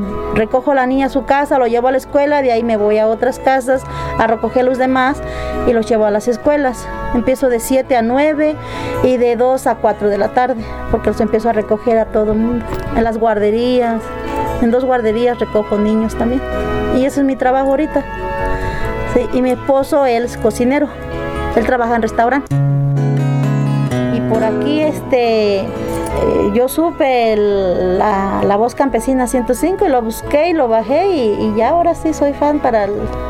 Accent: Zacualtipán, Hidalgo, Mexico; moved away as an adult; also born or lived in Otlamalacatla, Hidalgo; now in United States; soy nativa de Otlamalacatla, Hidalgo, municipio de Tianguistengo, Hidalgo, pero desde chiquita me trajeron para Zacualtipán, ahí me crié, ahí trabajé, estudié, y de ahí pues ya me fui para Estados Unidos.

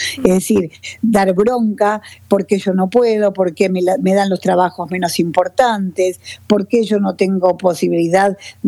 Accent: Argentina; En mi país, por ejemplo, en la Argentina

